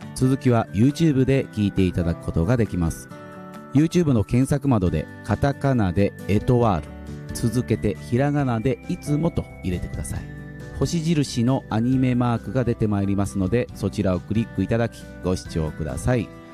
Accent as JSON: {"language": "Japanese", "town": "Kusatsu", "region": "Shiga", "country": "Japan", "tie": "born or raised there", "said": "私も滋賀県の草津出身というところもあって、"}